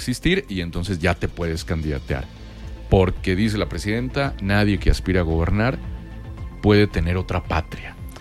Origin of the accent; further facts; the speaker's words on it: Mexico; todos somos mexicanos